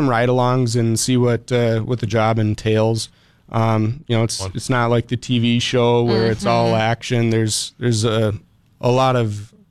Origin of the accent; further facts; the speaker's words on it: Harwood, North Dakota, United States; I grew up in Harwood, so went to high school in West Fargo here.